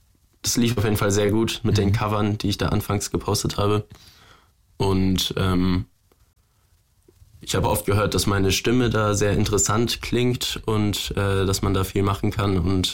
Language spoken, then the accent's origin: German; Bavaria, Germany; born there